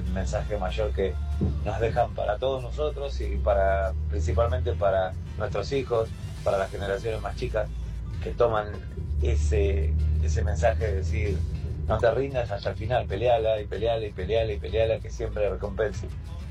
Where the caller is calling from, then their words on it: Isidro Casanova, Buenos Aires Province, Argentina; de Casanova